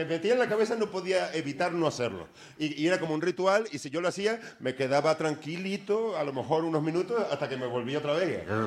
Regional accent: Canary Islands, Spain

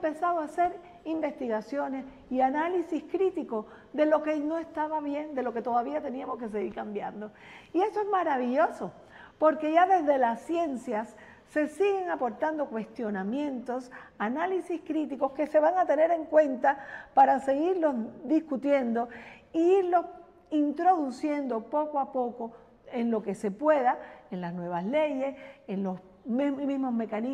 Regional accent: Cuba; Y eso es una de las cosas que yo como cubana aprecio mucho.

